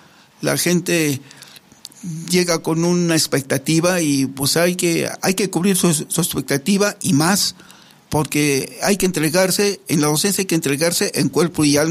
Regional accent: Mexico City, Mexico; born there; moved away as an adult; also born or lived in Vicente Guerrero, Durango; now in Durango, Mexico; yo obviamente no soy nacido aquí en Durango, soy nacido en el entonces Distrito Federal, hoy Ciudad de México, pero pues ya tengo aquí 40 y tantos años, entonces creo que un poquito más de la mitad de mi vida lo he pasado aquí

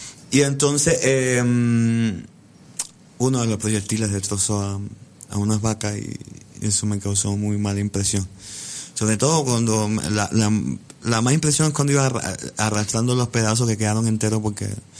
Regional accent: Cuba

